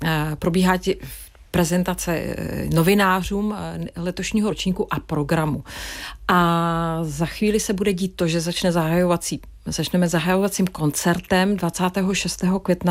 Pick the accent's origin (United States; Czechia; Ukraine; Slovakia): Czechia; Manětín, Plzeň Region; protože jsem vyrůstala v Manětíně, v západních Čechách, a chodili jsme pravidelně na koncerty při svíčkách.